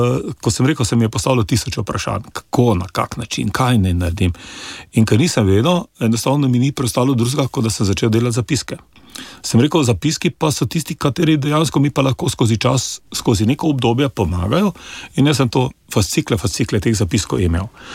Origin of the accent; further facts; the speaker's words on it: Celje, Savinja, Slovenia; Jaz sem blokovski otrok, jaz sem doma iz Celja, jaz sem bloko doma in dejansko, bil sem bloko doma in dejansko meni je bil to tuj svet.